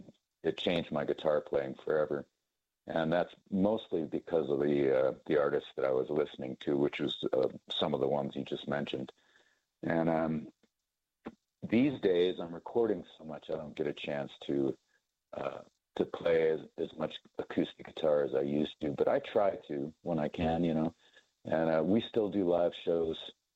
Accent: Montana, United States; I don't know how I ever ended up with his records as a child growing up in Montana.

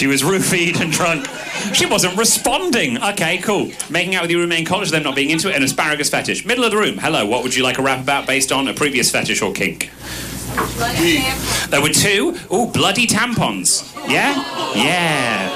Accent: United Kingdom; I'm British.

